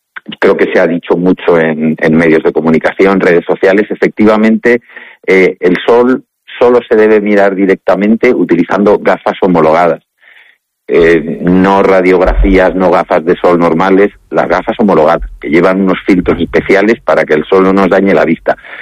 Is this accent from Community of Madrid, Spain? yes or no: yes; Madrid, Community of Madrid, Spain; born there; also born or lived in Pedrosa de Río Úrbel; now in Andalusia, Spain; voy allí por raíces familiares, tanto mi padre como mi madre nacieron allí y aunque, bueno, yo ya nací en Madrid